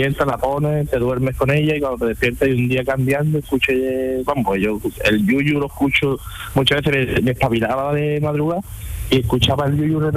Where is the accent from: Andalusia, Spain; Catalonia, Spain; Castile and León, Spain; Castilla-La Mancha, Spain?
Andalusia, Spain; Huesa; moved away as an adult; now in Málaga, Spain; Yo soy un pueblecito de Jaén, de Huesa.